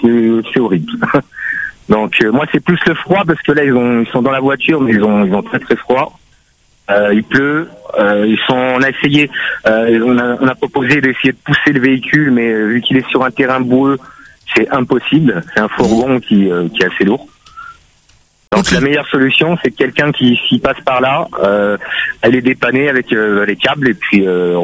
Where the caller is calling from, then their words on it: Saint-Pierre, Réunion; Nous, on descend, on est de Saint-Pierre, donc on doit descendre absolument sur Saint-Pierre.